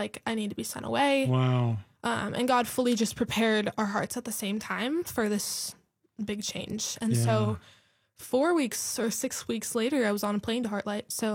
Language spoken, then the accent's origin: English; Bend, Oregon, United States; Yeah, I'm from Bend, Oregon. It's so beautiful. I'm so grateful to have grown up in such a beautiful city.